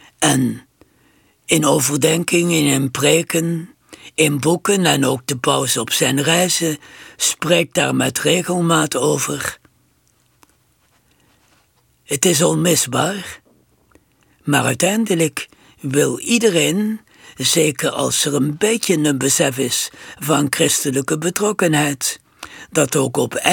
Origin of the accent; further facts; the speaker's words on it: Netherlands; wij zijn Nederlanders